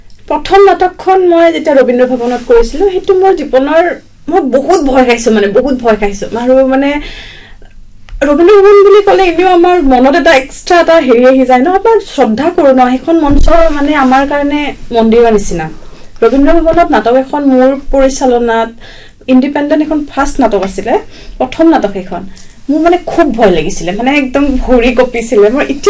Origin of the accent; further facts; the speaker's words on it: Assam, India; আৰু মই অসমীয়া হিচাপে আৰু মই অসমীয়া ভাষাটোলৈ বহুত গৌৰৱ কৰোঁ